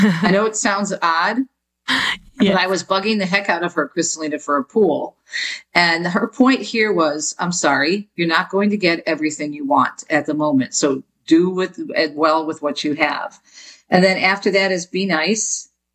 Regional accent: Jersey City, New Jersey, United States; I did not have a bike growing up in Jersey City, New Jersey.

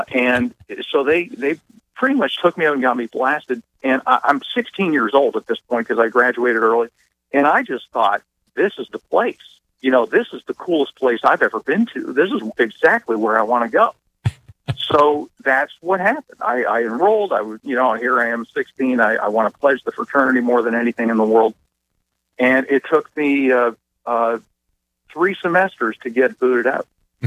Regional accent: Canada; Yeah, Canadian-American? I'm Canadian.

